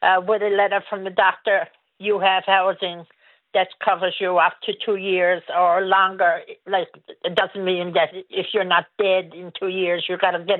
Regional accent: Ontario, Canada; the reason why I was treated the way I was treated is because I came from Ontario

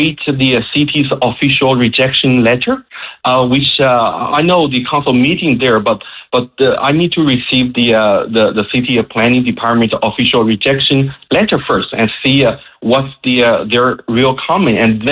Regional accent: China; now in Canada; I think as a newcomer, I'm originally from China, and I see every step is new to me.

